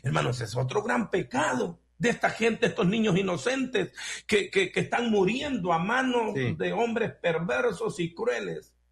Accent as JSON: {"language": "Spanish", "country": "El Salvador", "moved": "yes", "said": "yo y hermano Pedro y yo somos salvadoreños"}